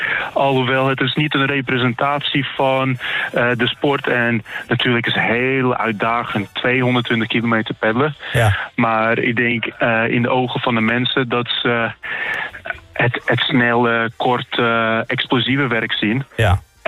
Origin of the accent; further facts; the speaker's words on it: Netherlands; als een Nederlander zijnde het beste mijn land vertegenwoordigen.